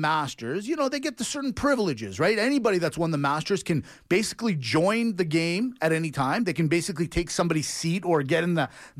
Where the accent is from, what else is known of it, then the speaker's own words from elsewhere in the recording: Canada; we might be two Greek guys, but we're proudly Canadian.